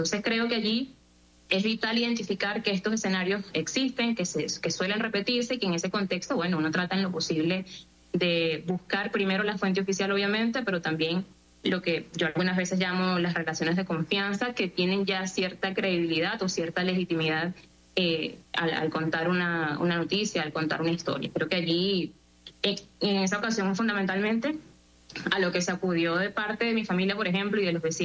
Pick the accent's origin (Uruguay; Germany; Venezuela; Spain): Venezuela; La Guaira; now in Caracas, Venezuela; Mi familia, que sigue en La Guaira, yo soy de La Guaira, pero vivo en Caracas, pero mi familia sigue allá